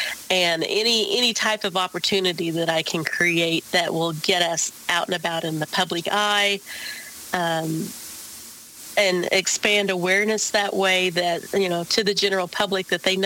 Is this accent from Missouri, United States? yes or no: yes; Missouri, United States; moved away; also born or lived in Oklahoma; I was born and raised in Missouri, and so in southwestern corner of Missouri.